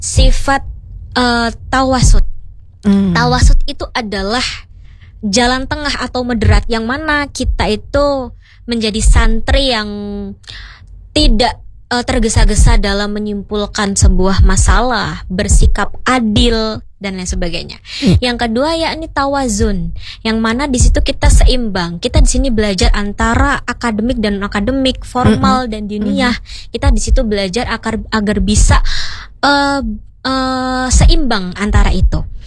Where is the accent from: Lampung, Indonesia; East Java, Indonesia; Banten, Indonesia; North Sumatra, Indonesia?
Lampung, Indonesia; Jadi Haula Benazir itu titik pusatnya ada di Lampung, karena saya sendiri dari Lampung ya.